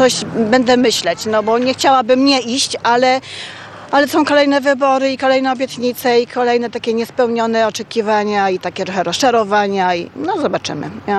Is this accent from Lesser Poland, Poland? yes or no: yes; Kraków, Lesser Poland, Poland; Ja jestem z Huty, więc trochę taki mam sentyment.